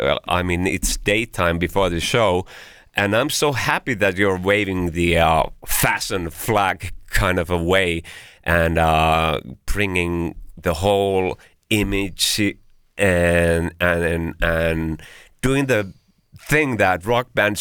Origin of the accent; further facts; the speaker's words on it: Helsinki, Uusimaa, Finland; Like decades now in Helsinki. And when I go to your show in my hometown